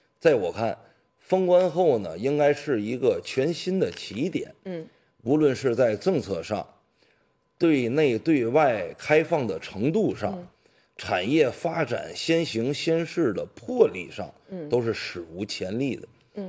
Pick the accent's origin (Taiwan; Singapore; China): China; Hainan; 我是海南人，我爱海南，我希望海南越来越好